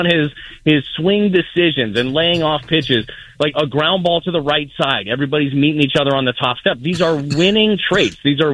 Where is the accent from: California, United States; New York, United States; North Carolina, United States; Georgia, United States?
California, United States; No, I mean, I went to one Ducks game with my grandfather, my mom, and my brother.